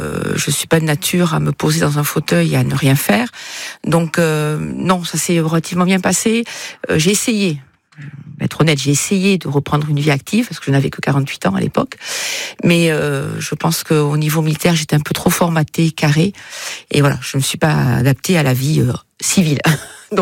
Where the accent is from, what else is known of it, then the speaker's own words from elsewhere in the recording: Nouvelle-Aquitaine, France; moi je viens des Landes, le pays du rugby